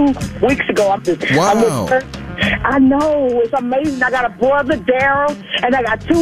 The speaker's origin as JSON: {"language": "English", "town": "Beaumont", "region": "Texas", "country": "United States", "said": "I just want to say I'm from Beaumont, Texas. I'm down here visiting my sister."}